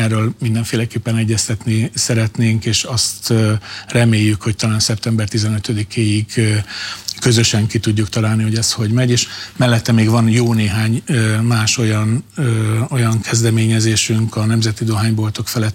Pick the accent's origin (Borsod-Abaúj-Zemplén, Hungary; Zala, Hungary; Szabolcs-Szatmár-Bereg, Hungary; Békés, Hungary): Békés, Hungary; Gyula; now in Budapest, Hungary; Gyula az én szülővárosom